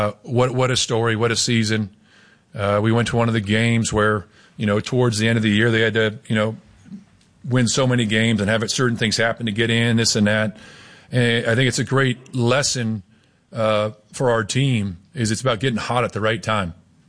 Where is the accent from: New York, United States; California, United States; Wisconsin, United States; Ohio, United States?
California, United States; Novato; I grew up in the Bay Area. I grew up in Novato.